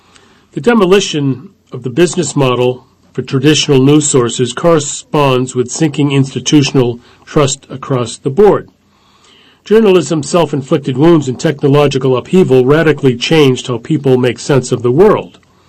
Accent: Queens, New York, United States; I grew up in Queens. My mother was a social worker.

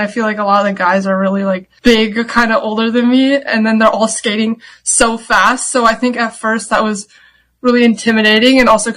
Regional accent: Minnesota, United States; because I knew how to skate a little bit because I grew up in Minnesota.

